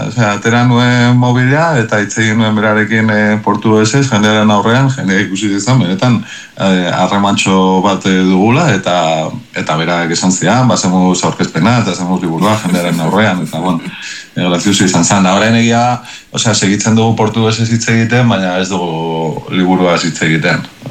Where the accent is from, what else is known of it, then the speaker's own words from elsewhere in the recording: Basque Country, Spain; ze azkenean, pues, ni Euskal Herrikoa naiz, orduan nahi gabe ere, ba, jakina, ba, irriste egiten dizu euskalkeri batek, edo.